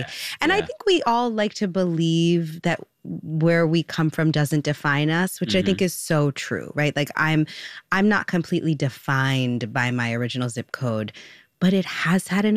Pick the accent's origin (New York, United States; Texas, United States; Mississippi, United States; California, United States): New York, United States; Bronx; And I loved growing up in the Bronx. I loved my neighborhood. I loved my community. It was really a special place to, it is, it's a special place to be from.